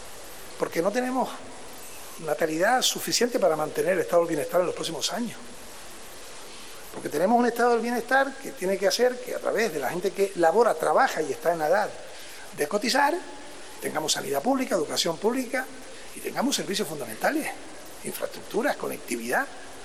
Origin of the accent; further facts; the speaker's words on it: Canary Islands, Spain; en Canarias, en mi tierra